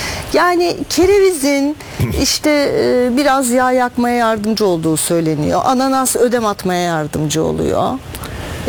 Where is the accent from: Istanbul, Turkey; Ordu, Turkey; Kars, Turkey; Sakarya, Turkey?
Istanbul, Turkey; born there; ben İstanbul doğumluyum